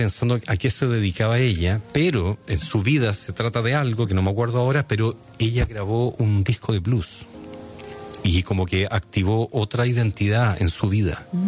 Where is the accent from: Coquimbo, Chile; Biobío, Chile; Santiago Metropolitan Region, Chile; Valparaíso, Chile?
Santiago Metropolitan Region, Chile; Santiago; born there; also born or lived in Arica, Chile; Yo nací en Arica, la familia de mi padre, por el lado de mi padre, todos ariqueños, y yo me fui a Santiago a los 4 años, por ahí. Pero sigo siendo ariqueño